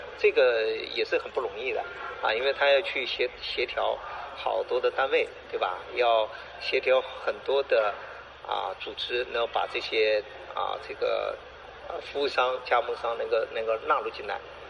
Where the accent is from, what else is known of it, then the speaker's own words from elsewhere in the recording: Northeast China, China; 咱们东北这边的老龄化程度很高的啊